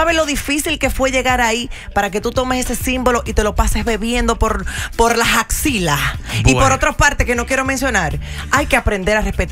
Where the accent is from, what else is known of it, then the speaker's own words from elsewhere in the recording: Dominican Republic; Y yo como dominicana sí hago que se respeten las leyes.